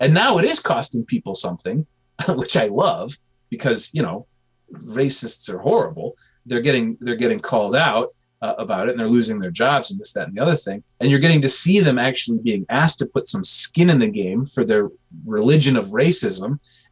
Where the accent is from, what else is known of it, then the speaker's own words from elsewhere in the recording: Michigan, United States; I love to hate on Ohio as much as the next Michigander